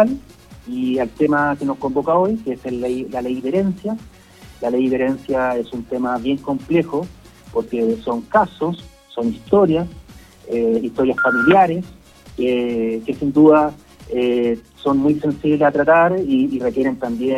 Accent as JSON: {"language": "Spanish", "town": "San Vicente de Tagua Tagua", "region": "O'Higgins", "country": "Chile", "said": "Yo soy sanvicentano de Tomo y Lomo, salí de la oscura"}